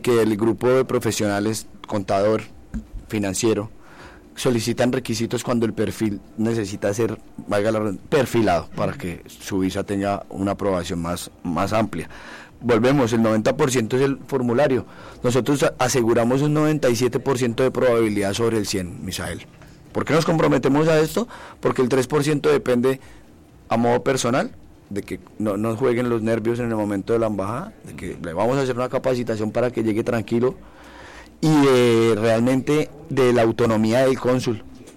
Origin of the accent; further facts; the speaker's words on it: Colombia; nuestra idiosincrasia como colombianos